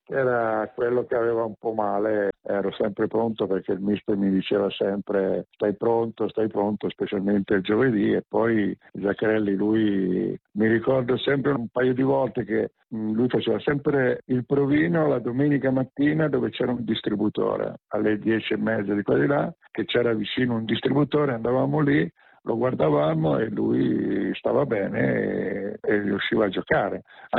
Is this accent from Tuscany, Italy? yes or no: yes; Tuscany, Italy; Sono originario della provincia di Pisa, mi mettono tutti Siena, ma io no, provincia di Pisa io